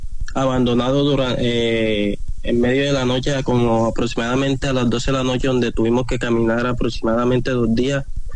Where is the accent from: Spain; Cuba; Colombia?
Colombia; María La Baja, Bolívar; De María La Baja, Bolívar.